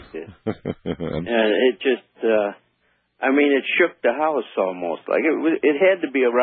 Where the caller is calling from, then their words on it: Pahrump, Nevada, United States; I live over here on Yucca Terrace.